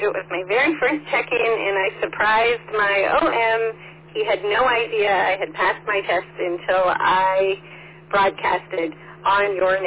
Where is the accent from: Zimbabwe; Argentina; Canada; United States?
Canada; I'm from Canada and grew up here